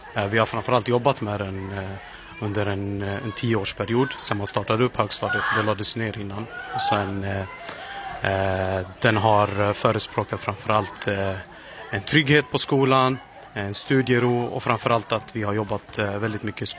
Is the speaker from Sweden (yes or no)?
yes; Dalarna County, Sweden; jag är egentligen inte ens från Rosengård, jag är från Dalarna från början.